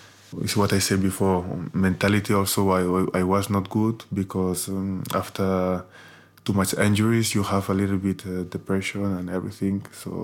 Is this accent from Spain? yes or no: yes; Santa Coloma de Farners, Catalonia, Spain; English is a second language; but I started in my hometown in Centro de Sport Farnese. And after there I do my next step to my neighbor town called Rio de Arenas. I played there 1 year. After the other neighbor town, Sils, also I played there.